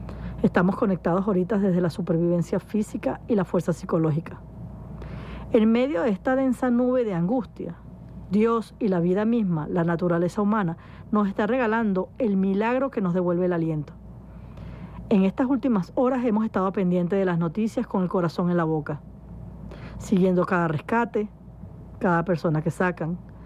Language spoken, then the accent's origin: Spanish; Venezuela; Seguimos adelante, seguimos avanzando y siempre como venezolanos estamos buscando la forma de arreglarlo.